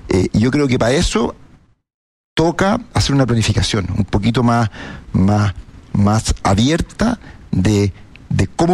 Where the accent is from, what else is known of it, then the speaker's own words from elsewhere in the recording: Chile; creo yo, como chileno, que nosotros hagamos una planificación un poquito de ese Chile en 20 años